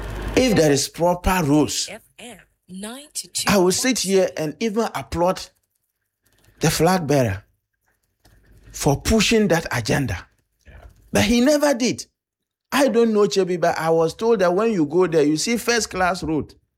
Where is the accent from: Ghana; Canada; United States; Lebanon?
Ghana; North East Region; I am from Northeast region.